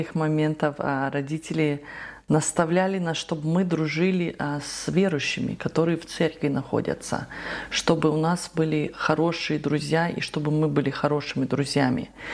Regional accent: Russia; moved away; Вот мы выросли, когда в России росли, у нас соседи были неверующие, и мы ходили на воскресную школу по субботам

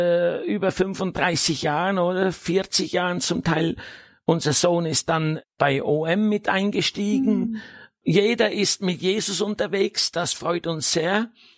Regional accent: Switzerland; now in Germany; Ich kann wirklich aufrichtig sagen, als Schweizer, ich liebe Deutschland.

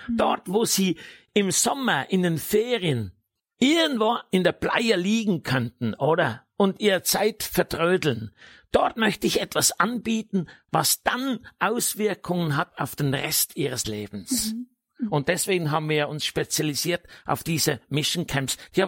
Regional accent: Switzerland; moved away

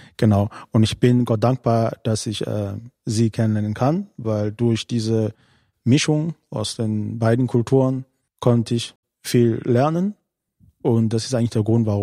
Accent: Cameroon; German is a second language; moved away as an adult; now in Germany; Guten Tag … gebürtiger Kameruner und bin 40 Jahre alt. Ich lebe in Deutschland seit 20 Jahren. Ich kam hierher, da war ich irgendwie Ende 19 Jahre alt, so ungefähr.

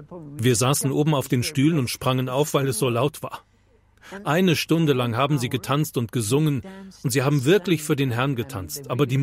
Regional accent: Norway; Wir in Norwegen

